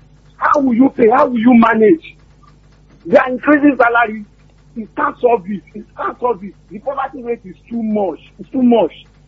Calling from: Oyo, Nigeria; from Oliyole.

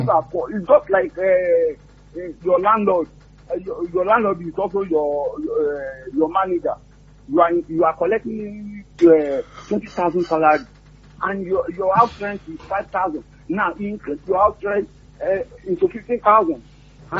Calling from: Oyo, Nigeria; from Oliyole.

